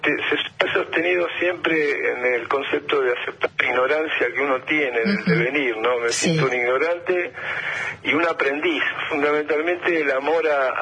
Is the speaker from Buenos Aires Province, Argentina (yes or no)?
no; Rosario, Santa Fe, Argentina; Sí, en Rosario empecé a jugar en el club Gimnasia de Grima de Rosario.